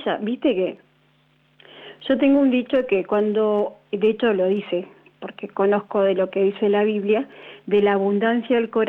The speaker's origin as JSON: {"language": "Spanish", "region": "Neuquén", "country": "Argentina", "said": "Bien, de acá, Neuquén."}